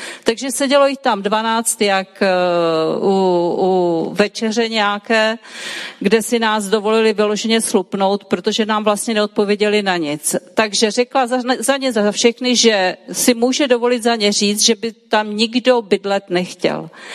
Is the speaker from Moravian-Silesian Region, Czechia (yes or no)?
yes; Ostrava, Moravian-Silesian Region, Czechia; born or raised there; moved away